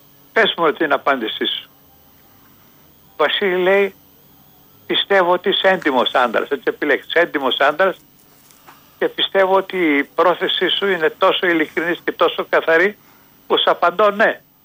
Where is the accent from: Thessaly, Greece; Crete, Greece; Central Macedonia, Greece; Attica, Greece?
Attica, Greece; Athens; εγώ είμαι Αθηναίος και μένω στην Αθήνα